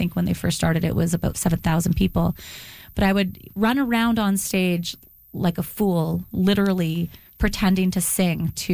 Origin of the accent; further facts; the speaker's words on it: Dauphin, Manitoba, Canada; I grew up in Dauphin, like I said, where we only had one radio station. It was 730 CKDM.